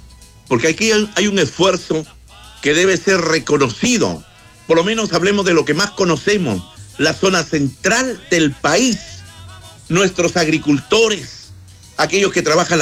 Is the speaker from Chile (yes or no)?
yes; Chile; seguimos extrañando realmente esa tierra maravillosa